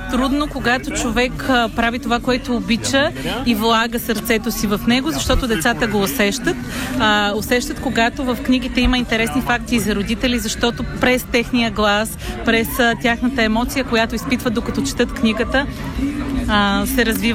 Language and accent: Bulgarian; Sofia, Sofia City, Bulgaria; born there; also born or lived in Troyan; Аз съм родена в Троян. Троянския Балкан. Така че определено нося силата на Балкана със себе си. Живея в София. Целият си живот почти съм прекарала в този град.